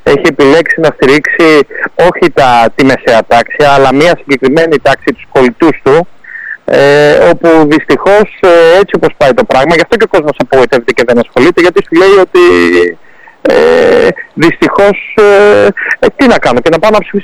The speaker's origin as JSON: {"language": "Greek", "region": "Peloponnese", "country": "Greece", "said": "Η καταγωγή μου είναι από την Αρκαδία, από την Πισαρέα."}